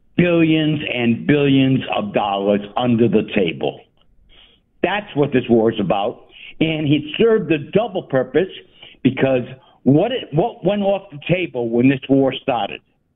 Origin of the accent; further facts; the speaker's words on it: Providence, Rhode Island, United States; now in Las Vegas, United States; Yeah, 30 years. I'm from Providence, Rhode Island.